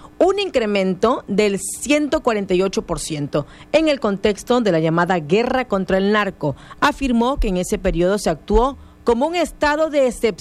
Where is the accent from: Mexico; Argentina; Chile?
Mexico; Cunduacán, Tabasco; a todos mis paisanos, a todos los que somos de Cunduacán